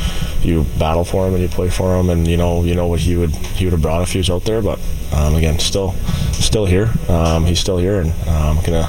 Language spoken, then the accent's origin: English; Western Canada, Canada; growing up in Western Canada, I kind of always kind of knew who he was and followed his career